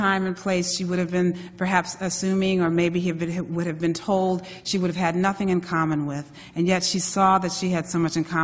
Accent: Greece; moved away; You see, I'm an immigrant from Greece, and the book is my story.

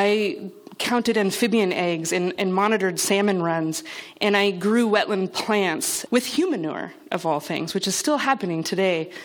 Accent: Pacific Northwest, United States; I grew up in the Pacific Northwest.

